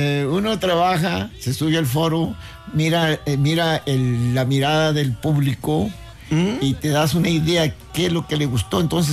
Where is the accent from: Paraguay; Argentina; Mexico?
Mexico; Nuevo Progreso, Tamaulipas; moved away; also born or lived in Reynosa; ahí nos criamos nosotros en ese pueblo, Nuevo Progreso. Y de ahí salimos yo y mi hermano para Reynosa